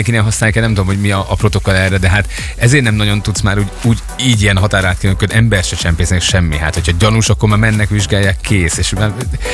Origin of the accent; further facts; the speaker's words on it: Szeged, Csongrád-Csanád, Hungary; Szegeden születtem, tényleg itt nőttem föl, itt csináltam mindent, eddig nem éltem máshol.